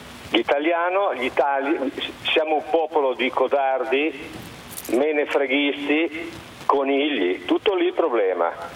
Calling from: Varazze, Liguria, Italy

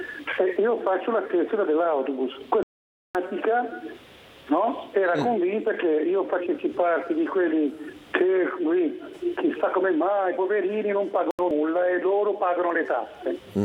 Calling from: Genoa, Liguria, Italy; Siamo da Ponte Carrega.

